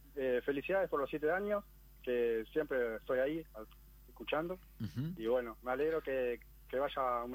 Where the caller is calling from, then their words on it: San Jacinto, Canelones, Uruguay